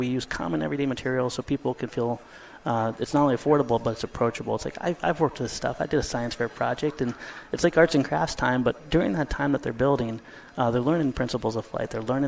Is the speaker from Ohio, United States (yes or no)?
yes; Ohio, United States; I grew up in Ohio on a little tiny airport. My dad flew a BC-12D in the backyard